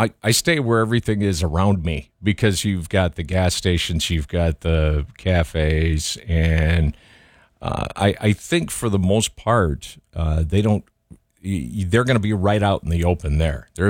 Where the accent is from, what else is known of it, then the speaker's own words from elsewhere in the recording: Minnesota, United States; That growing up in Minnesota at all, unless I just didn't know it.